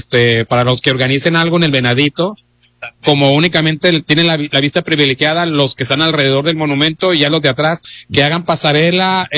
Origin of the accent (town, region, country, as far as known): Mexico